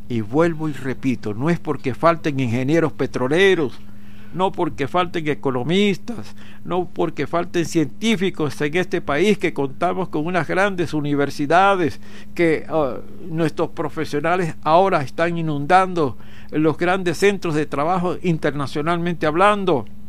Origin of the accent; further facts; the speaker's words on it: Venezuela; ¿Cómo podemos nosotros como venezolanos tomar una posición